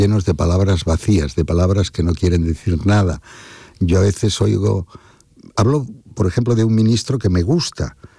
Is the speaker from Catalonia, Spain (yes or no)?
yes; Barcelona, Catalonia, Spain; moved away; also born or lived in Madrid / Paris / Venice; No, porque yo me fui de Barcelona hace muchos años, en el 83 me vine a Madrid, después ya me fui a vivir a París, después estuve viviendo en Venecia cuando dirigí la Bienal